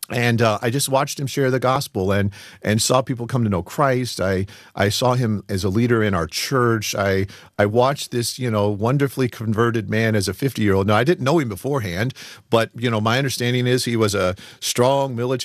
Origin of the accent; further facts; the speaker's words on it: Dayton, Ohio, United States; also born or lived in Key West; I was just 2 years old at the time. And we moved from Key West, Florida, up to Southwest Ohio, outside of Dayton, Ohio.